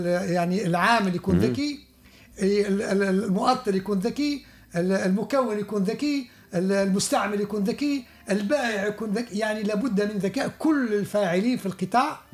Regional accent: Tunisia; ثم احنا كتونسيين احتفلنا باليوم هذا يوم 26 جويلة

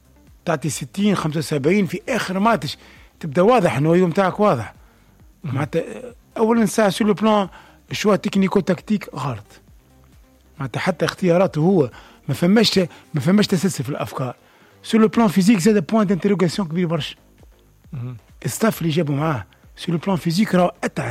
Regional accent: Tunisia; اني لهنا كتونسي ندافع على ستاف التونسي

